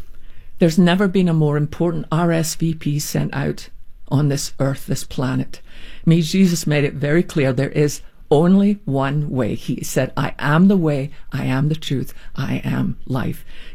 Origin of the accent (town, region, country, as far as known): Scotland, United Kingdom; born or raised there